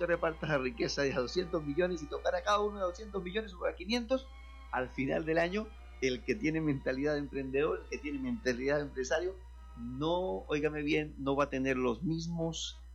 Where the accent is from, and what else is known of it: Colombia